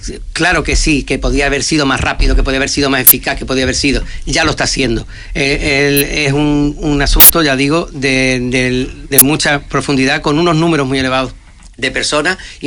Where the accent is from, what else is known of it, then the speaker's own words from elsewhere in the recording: Ceuta, Spain; somos y estamos en Ceuta, somos parte de la ciudadanía de Ceuta, somos socialistas y ceutíes, y esas dos cosas no son incompatibles